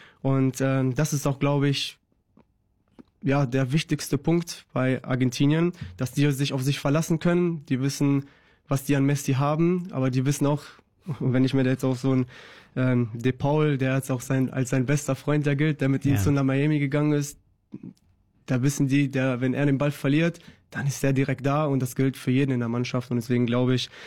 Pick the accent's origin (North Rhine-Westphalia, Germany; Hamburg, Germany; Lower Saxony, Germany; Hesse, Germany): North Rhine-Westphalia, Germany; Dortmund; für mich als Dortmunder, ich habe ihn ja auch schon auf verschiedenen Positionen spielen gesehen